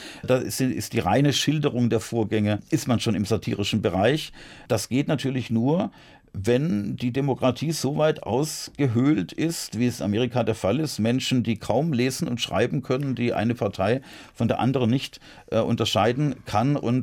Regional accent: Heilbronn, Baden-Württemberg, Germany; 1990 bin ich dann in meiner Heimatstadt Heilbronn als Kandidat auch angetreten, als Bürgermeisterkandidat, habe es leider nicht geschafft

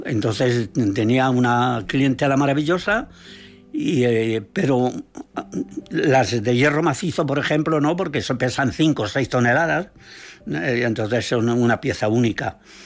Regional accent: Madrid, Community of Madrid, Spain; No, yo cuando venía aquí era madrileño.

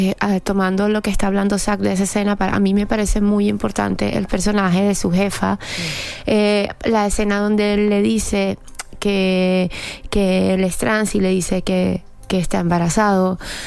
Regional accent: Venezuela; now in Spain; yo, como inmigrante venezolana, que ahora estoy nacionalizada aquí en España

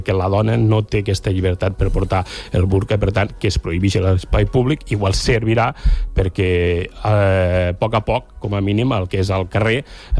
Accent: Balaguer, Catalonia, Spain; me'n vaig cap a Balaguer, jo soc de Balaguer

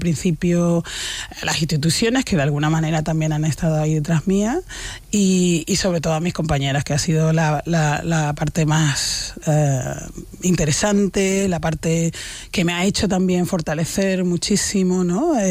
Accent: Canary Islands, Spain; accent: Canarian; also born or lived in Córdoba; Yo es que me siento muy canaria. Cordobesa también

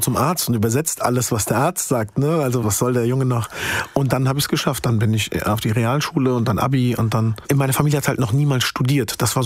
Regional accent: Mainz-Kostheim, Hesse, Germany; sage Mainz-Kostheim, dann sagen die Leute immer, ah, Mainzer. Und das hat mich dann verletzt. Ich bin ja Hesse.

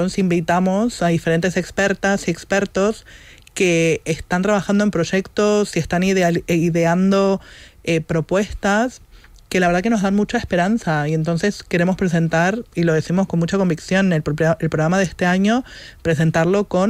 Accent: Uruguay; moved away; tantos años trabajando en Sonar más D y siendo uruguaya

